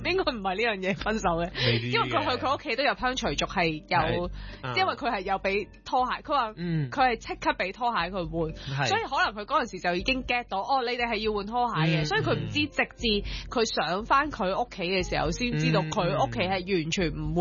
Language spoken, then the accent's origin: Cantonese; Hong Kong; 我哋香港人即係中國人啊嘛，出街食飯一定係飲茶，